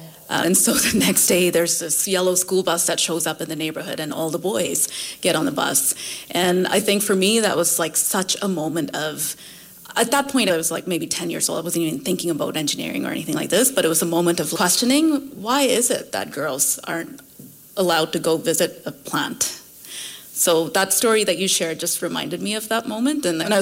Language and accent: English; Saudi Arabia; also born or lived in India; I was born in India, but I also was raised in Saudi Arabia.